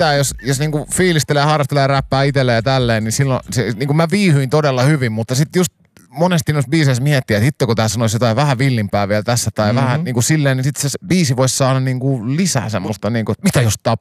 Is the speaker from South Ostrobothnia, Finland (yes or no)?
no; Kokkola, Central Ostrobothnia, Finland; now in Helsinki, Finland; kun mä muutin tänne stadiin silloin aikoinaan Kokkolasta